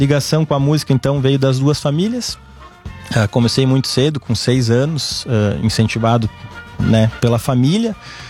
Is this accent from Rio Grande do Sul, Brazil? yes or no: yes; Teutônia, Rio Grande do Sul, Brazil; also born or lived in Estrela; Sou de Teutônia, né? Nasci em Estrela, mas sempre morei em Teutônia. Meu pai, natural de Linha Schmidt, hoje Westfália, e minha mãe, então, do bairro Teutônio, mas nossa família sempre moramos em Teutônio.